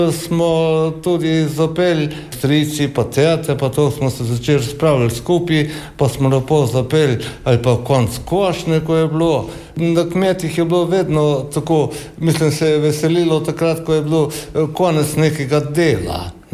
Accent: Laško, Savinja, Slovenia; born there; iz Laškega, rojen sem bil v Hribih

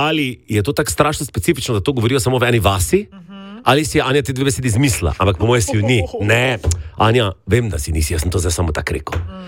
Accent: Maribor, Drava, Slovenia; Jaz sem iz Maribora.

